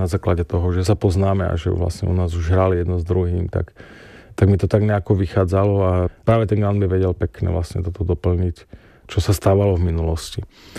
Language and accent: Slovak; eastern Slovakia, Slovakia; my sme z východného Slovenska